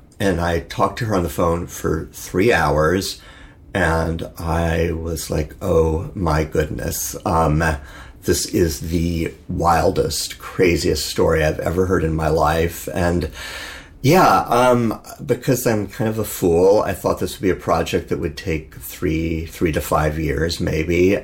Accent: Phoenix, Arizona, United States; I grew up in Phoenix, Arizona

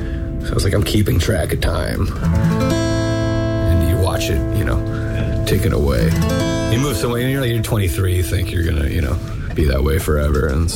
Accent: California, United States; growing up in Southern California

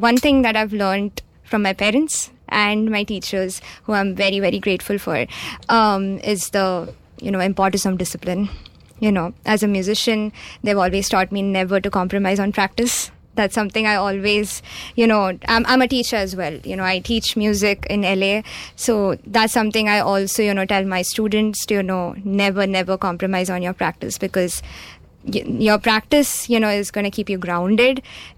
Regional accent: Mumbai, Maharashtra, India; From India. I grew up in Mumbai

